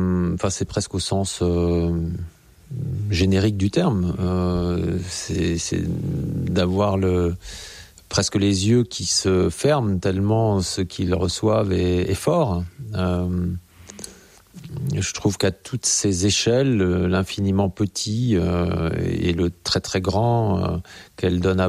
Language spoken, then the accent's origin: French; Grenoble, Auvergne-Rhône-Alpes, France; born there; je suis né à Grenoble, donc il y avait le Sapet, les plateaux autour de Grenoble